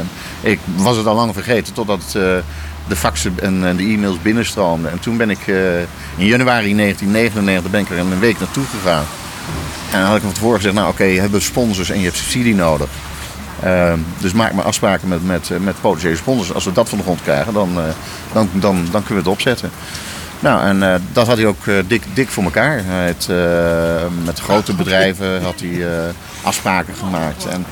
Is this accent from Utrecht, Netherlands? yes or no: no; The Hague, South Holland, Netherlands; Ik ben in Den Haag geboren, ja. En ik heb hier op school gezeten, hier vlakbij.